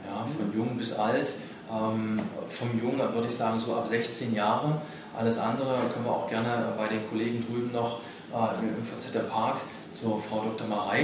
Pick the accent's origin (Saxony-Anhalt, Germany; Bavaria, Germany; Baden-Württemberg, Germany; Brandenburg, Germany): Saxony-Anhalt, Germany; Halle